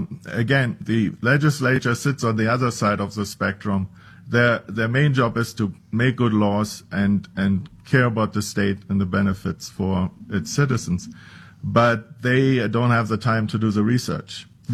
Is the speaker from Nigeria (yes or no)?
no; Berlin, Germany; English is a second language; moved away as an adult; now in United States; I was born and raised in Berlin. I went to school there.